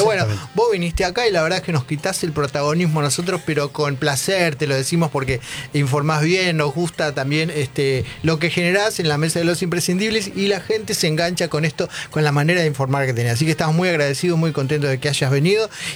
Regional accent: San Juan, Argentina; cuando éramos chicos íbamos, somos de San Juan

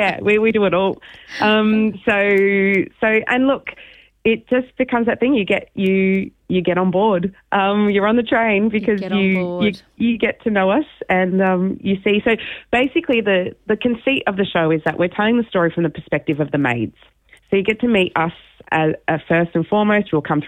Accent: Geelong, Victoria, Australia; moved away as an adult; also born or lived in Melbourne; now in Brisbane, Australia; I'm originally from Geelong and lived in Melbourne for a long time, but I actually live in Brisbane now.

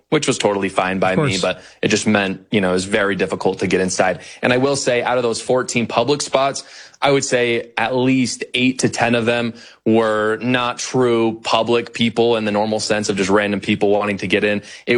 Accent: Orem, Utah, United States; I grew up in Orem, Utah, where unfortunately Charlie Kirk was assassinated. I'm a member of the Church of Jesus Christ of Latter-day Saints.

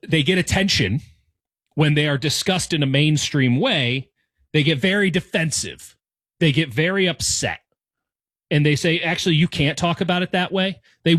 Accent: United States; accent: American; Speaking as an American, you probably look at me and you go, well, that guy's probably American. I open my mouth, you definitely know I'm American.

